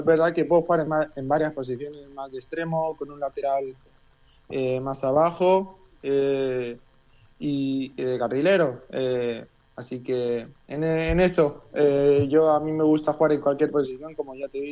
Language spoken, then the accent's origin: Spanish; Torrevieja, Valencian Community, Spain; como mis padres se buscaron el trabajo acá en España, y ahí caí yo. Y nada, y me crié acá en Torrevieja.